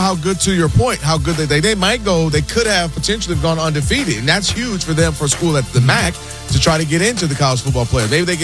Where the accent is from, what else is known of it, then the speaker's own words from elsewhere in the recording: Ann Arbor, Michigan, United States; I told you, I'm from Ann Arbor.